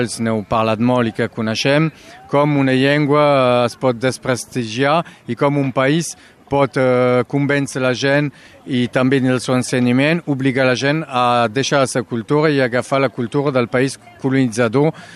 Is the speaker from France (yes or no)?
yes; Occitania, France; sinó que som catalans, però catalans que viuen una realitat diferent.